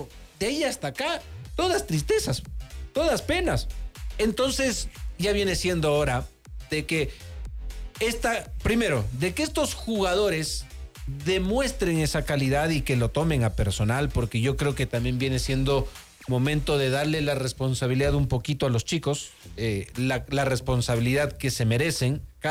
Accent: Ecuador

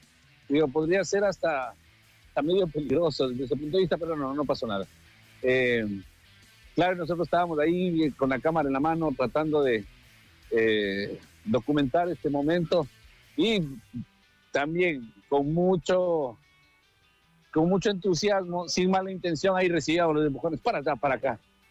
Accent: Ecuador

